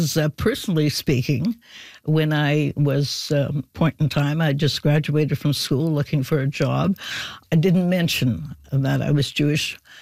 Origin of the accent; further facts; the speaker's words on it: Canada; We are Canadian. And there are enough problems in Canada that need fixing